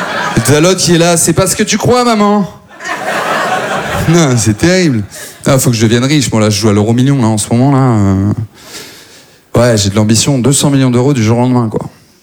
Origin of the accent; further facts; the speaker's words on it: Maubeuge, Hauts-de-France, France; now in Paris, France; moi à la base en plus je viens pas du tout de Paris, moi je viens de Maubeuge, donc c'est vraiment, ouais c'est l'ascension sociale là